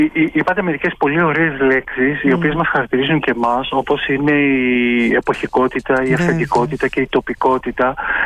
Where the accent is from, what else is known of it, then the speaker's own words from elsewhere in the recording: Greece; όσο αφορά εμάς σαν Έλληνες.